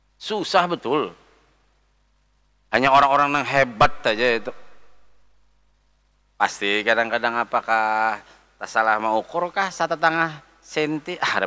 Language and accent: Indonesian; South Kalimantan, Indonesia; kami Banjar bahari kakan-kakan yang nyebat lapri.